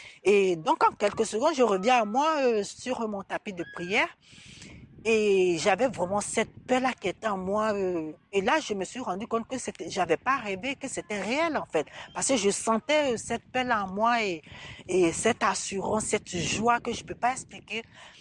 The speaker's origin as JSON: {"language": "French", "country": "Côte d’Ivoire", "tie": "born or raised there", "said": "je suis originaire de la Côte d'Ivoire"}